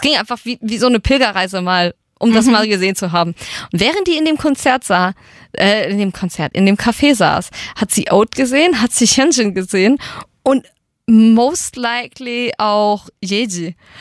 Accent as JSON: {"language": "German", "town": "Gelnhausen", "region": "Hesse", "country": "Germany", "tie": "born or raised there"}